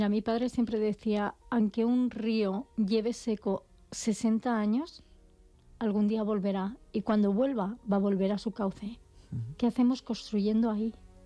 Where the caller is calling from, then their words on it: Ciudad Real, Castilla-La Mancha, Spain; yo soy manchega, de Ciudad Real